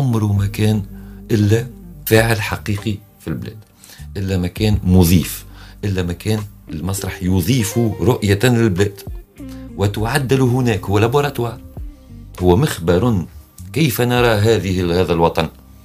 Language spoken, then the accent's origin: Arabic; Tunisia; أنا مسرحي تونسي